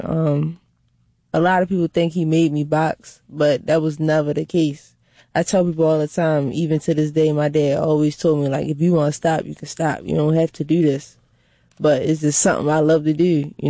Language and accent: English; Baltimore, Maryland, United States; I'm from West Baltimore.